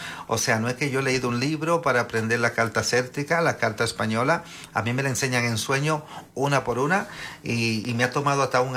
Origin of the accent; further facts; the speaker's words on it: Netherlands; moved away; also born or lived in Dominican Republic; yo solamente nací allá, crecí en Holanda porque me llevaron muy chico a Europa. Y allá hice mi high school, el Mabo, que le dicen en holandés.